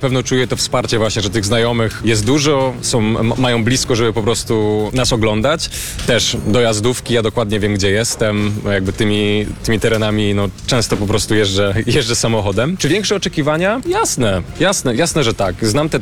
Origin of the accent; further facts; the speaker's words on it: Silesian Voivodeship, Poland; Tak, no może jestem mało obiektywny, to jestem ze Śląska, także no, bardzo się cieszę, że Rajd Polski przyszedł na Śląsk